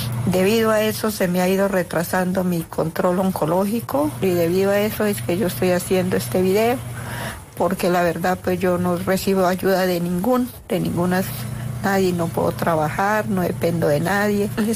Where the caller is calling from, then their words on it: Acevedo, Huila, Colombia; vivo en Acevedo, Huila, tengo 54 años